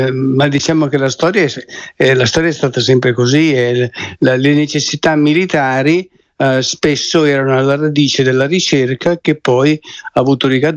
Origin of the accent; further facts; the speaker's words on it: Lombardy, Italy; also born or lived in Como; io nasco a Como, sono cresciuto nel Varesotto